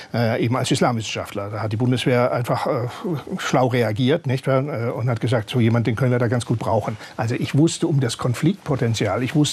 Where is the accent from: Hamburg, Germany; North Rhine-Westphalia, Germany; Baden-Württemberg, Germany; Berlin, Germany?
Baden-Württemberg, Germany; moved away as an adult; Ich komme aus Südbaden und da ist alles sehr badisch und sehr lieb und behäbig